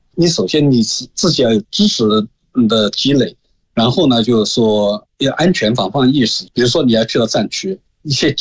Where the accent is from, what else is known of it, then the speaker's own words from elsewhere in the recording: China; 我不是一个国人，我是一个中国人，